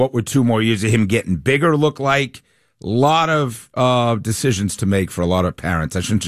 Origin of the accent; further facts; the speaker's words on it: Chestnut Hill, Massachusetts, United States; I grew up a Boston College fan. I grew up in Chestnut Hill